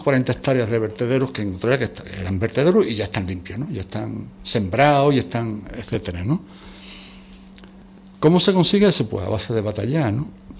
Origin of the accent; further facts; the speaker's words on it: Utrera, Andalusia, Spain; born there; also born or lived in Extremadura; Yo no soy de Utrera, yo nací en Extremadura, en un pueblito idílico de Extremadura, una Macondo, ¿no? Y, en fin, a mí me trajeron aquí mis padres en la época Yeye, o sea, yo llegué aquí en Utrera en el año 68.